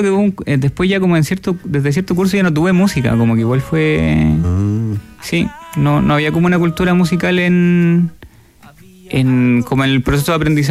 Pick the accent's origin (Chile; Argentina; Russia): Chile; Rancagua, O'Higgins; also born or lived in Valparaíso; yo soy de Rancagua, me muevo mucho. Por ejemplo, yo estuve algunos años en sello Mezcalina, que es un sello de Valpo, porque también estudié allá en Valpo. Entonces, igual me muevo entre muchas ciudades también.